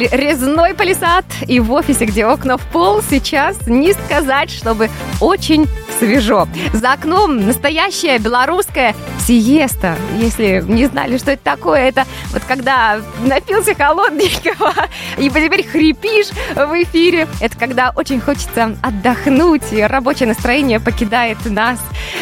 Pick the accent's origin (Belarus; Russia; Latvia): Belarus; мы же белорусы